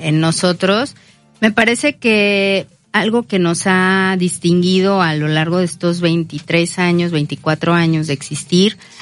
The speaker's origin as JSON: {"language": "Spanish", "region": "Veracruz", "country": "Mexico", "said": "Por un lado, la alegría, porque somos jarochos"}